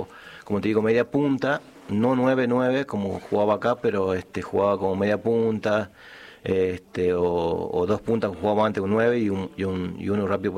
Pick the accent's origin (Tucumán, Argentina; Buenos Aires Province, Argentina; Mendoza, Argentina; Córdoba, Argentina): Tucumán, Argentina; Bella Vista; moved away as an adult; also born or lived in Rosario; yo soy nacido en Tucumán, Bella Vista, a 25 kilómetros de la capital de Tucumán.